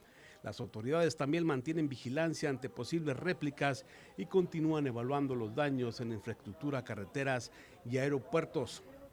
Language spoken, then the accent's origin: Spanish; Mexico